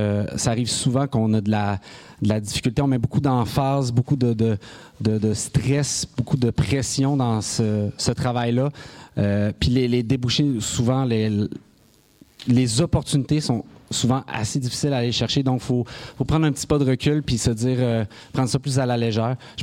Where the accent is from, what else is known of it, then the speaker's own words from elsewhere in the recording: Quebec, Canada; now in Montreal, Canada; on est à Montréal, mais on vient du nord du Québec. Donc, il fait un petit peu plus froid. Mais c'est des belles places aussi. Les paysages sont très beaux. Beaucoup de sports d'hiver, mais très peu de débouchés